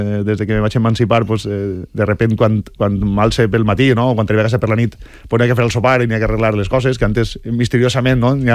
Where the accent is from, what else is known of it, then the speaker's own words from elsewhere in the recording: Gavarda, Valencian Community, Spain; jo vaig néixer en Gavarda